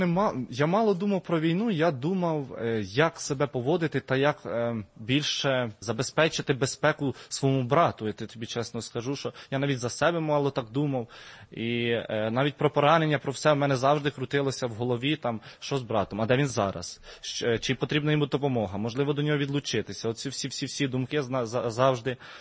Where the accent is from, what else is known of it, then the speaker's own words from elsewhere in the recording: Vinnytsia, Vinnytsia Oblast, Ukraine; Я сам з Вінниці.